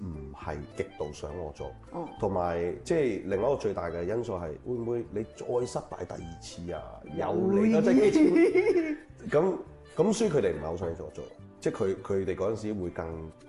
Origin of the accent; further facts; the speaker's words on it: China; 其實呢句嘢咧係呢個品牌轉到落我哋中國人手上之後